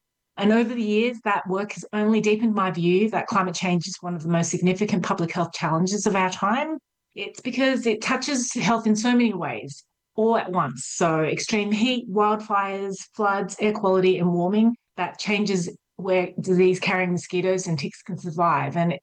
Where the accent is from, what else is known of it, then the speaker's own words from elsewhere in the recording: Australia; moved away as an adult; now in Canada; I actually grew up in Australia. I'm a dual citizen, but I grew up in Australia. And growing up in a subtropical country